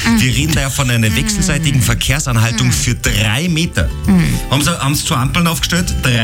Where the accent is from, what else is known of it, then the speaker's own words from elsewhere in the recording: Salzburg, Austria; Also das Schöne ist ja bei uns in Salzburg, wir haben so viele feine Straßenbaustellen.